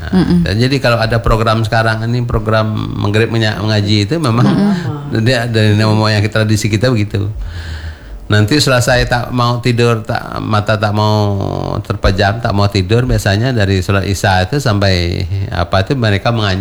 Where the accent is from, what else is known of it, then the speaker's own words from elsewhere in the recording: Batu Rijal, Riau, Indonesia; Ada juga di Tiga Lorong di kampung saya di Batu Rijal itu beberapa kawasan, ada juga di Petalangan gitu ya.